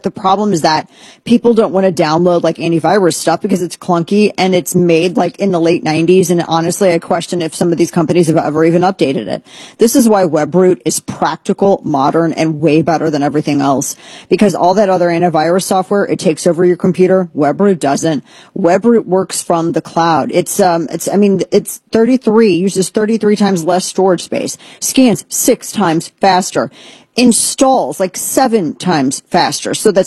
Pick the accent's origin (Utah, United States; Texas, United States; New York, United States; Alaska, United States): Texas, United States; I'm like, I am also from Texas.